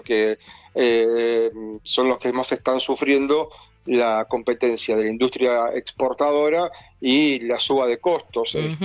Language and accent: Spanish; Rosario, Santa Fe, Argentina; Yo soy santafesino, Caro, sí, probé el alfajor de santafesino. Soy mira. Rosarino, de hecho.